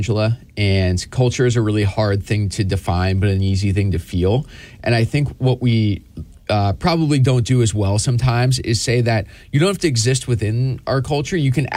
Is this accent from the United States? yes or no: yes; New York, United States; because I grew up in Western New York.